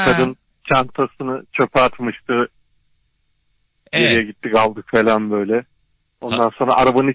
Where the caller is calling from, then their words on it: Istanbul, Turkey; İstanbul Ataşehir.